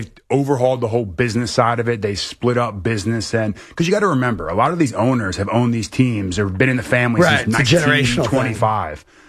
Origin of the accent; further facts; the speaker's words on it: Philadelphia, Pennsylvania, United States; I'm from Philadelphia.